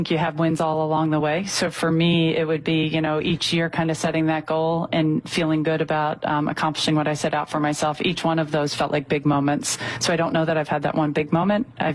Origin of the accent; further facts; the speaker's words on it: Springfield, Pennsylvania, United States; I'm from Springfield, Delaware County.